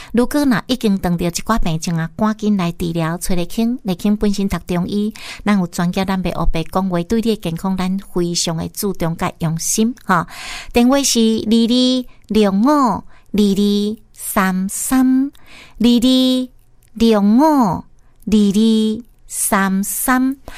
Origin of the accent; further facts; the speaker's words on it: Taiwan; 我们台湾人现在呢很多人都有这个意识